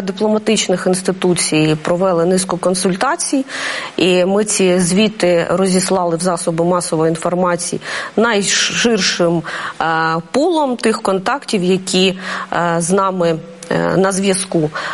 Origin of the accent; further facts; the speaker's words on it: Debaltseve, Donetsk Oblast, Ukraine; moved away; Я сама з міста, яке окуповано з 14-го року, з Донеччини, з міста Дебальцево.